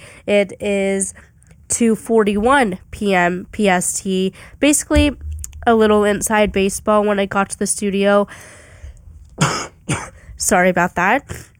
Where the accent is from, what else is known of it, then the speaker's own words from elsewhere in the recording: Arizona, United States; moved away as an adult; now in Orange, United States; Obviously, you girlies know I'm from Arizona